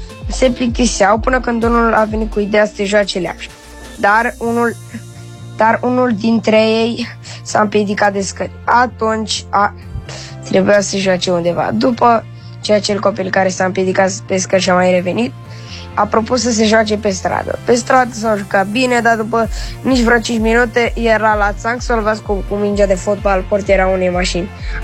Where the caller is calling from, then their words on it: Bucharest, Romania; eu am standit din București și am 10 ani